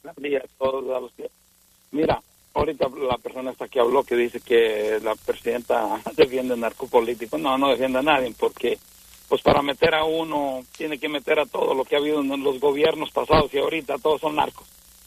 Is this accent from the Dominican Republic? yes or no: no; Mexico; born there; first language Spanish; yo traemos sangre de española y somos mexicanos, nacimos en México. Yo me siento orgulloso de la herencia que tengo de mis abuelos, bisabuelos y nuestros descendientes anteriores